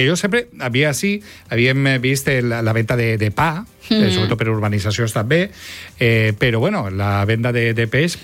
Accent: Oliva, Valencian Community, Spain; el meu poble, que és Oliva

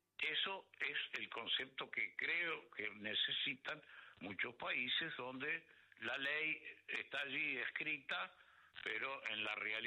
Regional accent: Uruguay

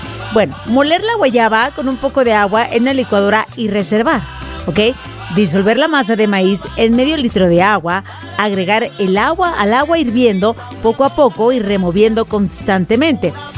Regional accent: Mazatlán, Sinaloa, Mexico; Y yo sí soy marinera porque soy de Mazatlán, Sinaloa. Soy de mar, sí señor. Soy costeña.

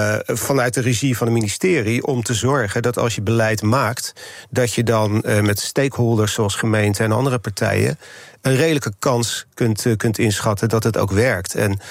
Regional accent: Delft, South Holland, Netherlands; born there; ik ben trouwens geboren in Delft.

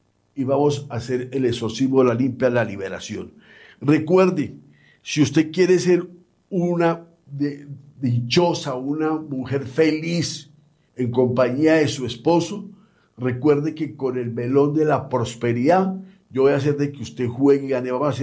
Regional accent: Mexico; Voy a traer algo muy especial desde mi tierra, México, desde las pirámides.

